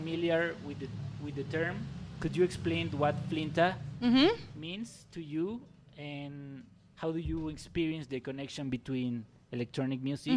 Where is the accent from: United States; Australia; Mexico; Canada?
Mexico; Oaxaca; I am from Oaxaca, as I told you